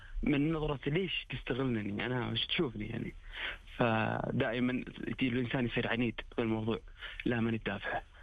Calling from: Riyadh, Riyadh Province, Saudi Arabia; من الرياض.

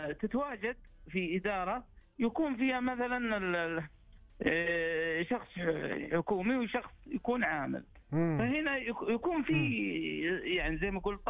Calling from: Jeddah, Makkah Province, Saudi Arabia

